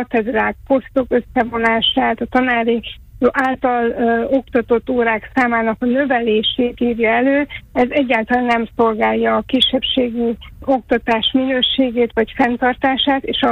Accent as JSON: {"language": "Hungarian", "region": "Transylvania", "country": "Romania"}